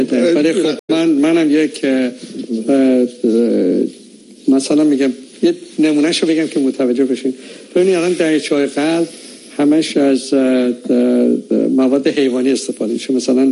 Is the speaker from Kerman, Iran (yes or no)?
no; Tehran, Tehran Province, Iran; born there; من در تهران متولد شدم